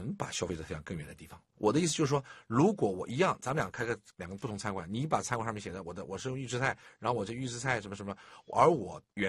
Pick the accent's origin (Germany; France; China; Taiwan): China; 我们中国人餐饮文化里面，锅气、现炒，这都是我们需求的东西